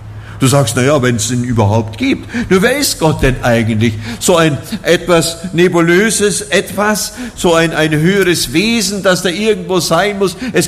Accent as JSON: {"language": "German", "town": "Oberammergau", "region": "Bavaria", "country": "Germany", "said": "ich komme ja nur aus Oberammergau, dem Herrgottschnitzer Dorf"}